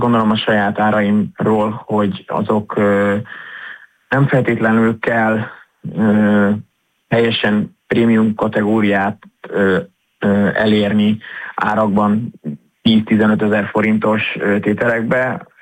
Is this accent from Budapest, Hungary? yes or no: no; Szekszárd, Tolna, Hungary; Mindannyian szekszárdiak vagyunk.